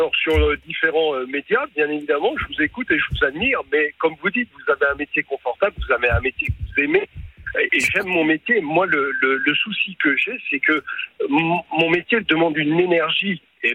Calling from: Troyes, Grand Est, France; Alors, moi, je suis à Troyes. Je suis à Troyes.

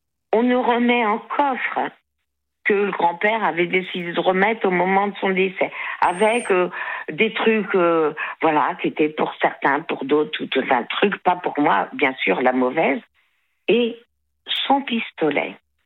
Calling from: Brittany, France; je vis en Bretagne

